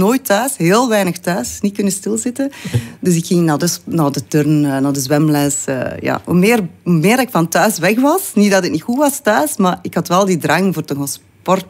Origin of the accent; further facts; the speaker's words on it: Ostend, West Flanders, Belgium; Ik ben geboren in Oostende, aan het Zeetje. Dus een echte West-Vlaamse. Ik ben opgegroeid.